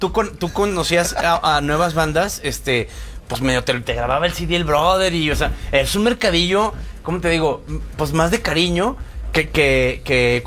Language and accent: Spanish; Mexico; El rock, al menos para nosotros que crecimos en el rock mexicano, siempre se convirtió en ese, como en ese desahogo, ¿no?